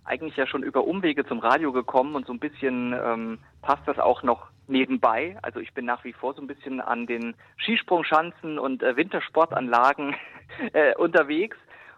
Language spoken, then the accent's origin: German; Thuringia, Germany; ich komme ja aus Porterode oben am Inselberg